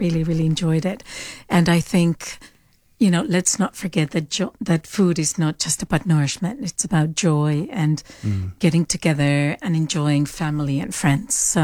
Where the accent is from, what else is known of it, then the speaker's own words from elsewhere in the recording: Buenos Aires, Argentina; I'm actually from Argentina. I was born in Argentina. In Buenos Aires, yes.